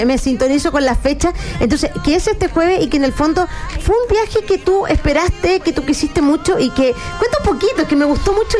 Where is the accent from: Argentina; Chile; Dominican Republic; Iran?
Chile